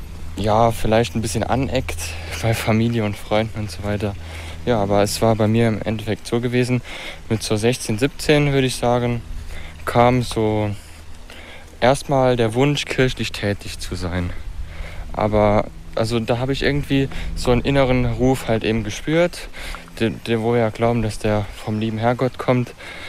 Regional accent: Schmelz, Saarland, Germany; ich komme aus dem Saarland

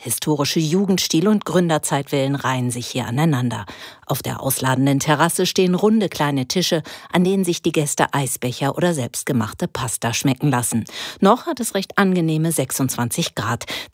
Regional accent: Bergen, Vestland, Norway; Aber wir kommen aus Bergen im Westen. Schreckliches Wetter diesen Sommer.

